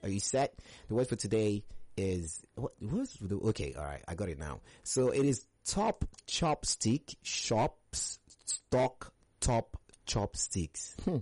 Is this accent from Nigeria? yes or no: yes; Edo, Nigeria; I'm a Nigerian man, I'm from Edo State, so maybe my accent and my intonation is deceiving your ear